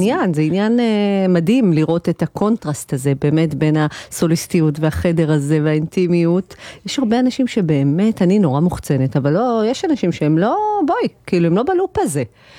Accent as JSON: {"language": "Hebrew", "town": "Haifa", "region": "Haifa District", "country": "Israel", "said": "גם אני אבוא מחיפה"}